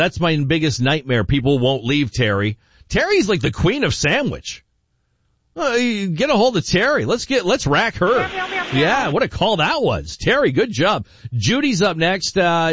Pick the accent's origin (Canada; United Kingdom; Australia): Canada; Windsor, Ontario; If you're talking to somebody from, you know, Tuktoyaktuk, I'm going to say I'm from Windsor. If I'm talking to somebody from Windsor, I'll say I grew up in South Windsor.